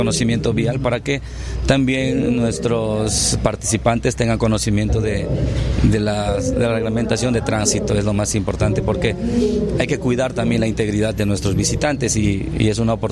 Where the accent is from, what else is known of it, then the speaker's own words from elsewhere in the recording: Lamas, San Martín, Peru; moved away; yo soy natural de Lamas, pero ya vivo fuera de la ciudad por muchos años